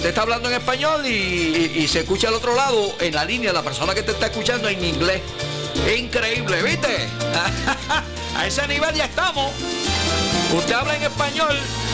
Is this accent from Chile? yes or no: no; Puerto Rico; accent: Puerto Rican; Y decimos las palabras así, asá, y tenemos nuestro acento y nuestro jolgorio acá, puertorriqueño, con mucho orgullo, ¿verdad?